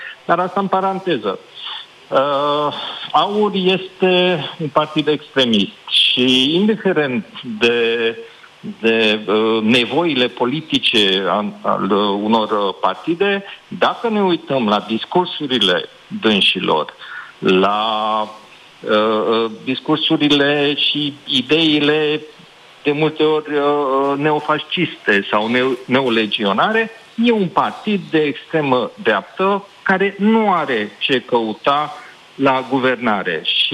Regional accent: Satu Mare County, Romania; eu sunt din Satul Mare.

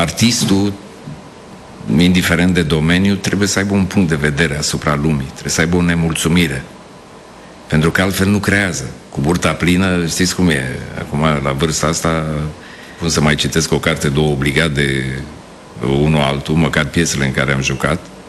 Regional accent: Oltenia, Romania; accent: Oltenian; now in Bucharest, Romania; olteanul de la țară, de la care mergea cu vacile, cu oile.

